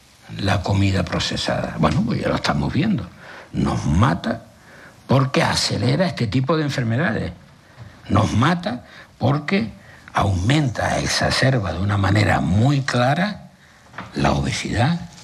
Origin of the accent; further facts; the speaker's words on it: Canary Islands, Spain; los canarios somos los españoles que menos años vivimos con salud